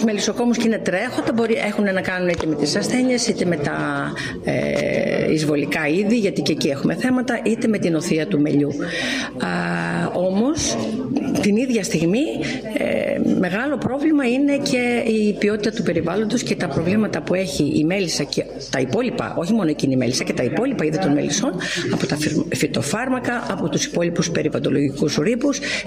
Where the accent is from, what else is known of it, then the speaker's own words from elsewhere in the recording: Thessaly, Greece; Από τη Θεσσαλία, γιατί εγώ προέρχομαι από τη Θεσσαλία και το βλέπω στο χωριό μου